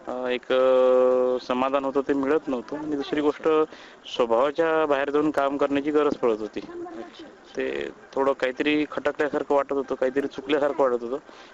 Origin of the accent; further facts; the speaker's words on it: Matoda, Maharashtra, India; माटोडा तालुका मूर्तिजापूर जिल्हा अकोला.